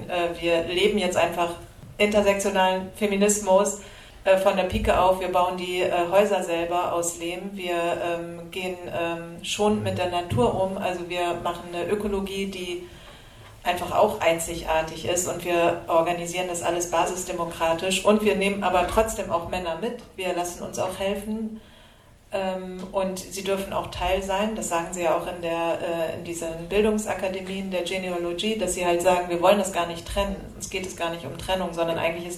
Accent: Germany; ich bin auch eine Frau, ich bin auch Deutsche, ich bin Kurdin, ich bin Jesidin

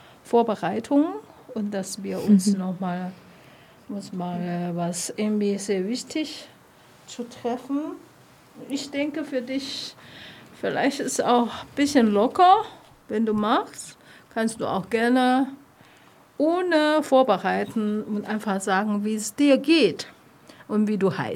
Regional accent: Taiwan; Man muss auch selber unsere Wurzel auch behalten, so denke ich mir. Ich komme persönlich aus Taiwan.

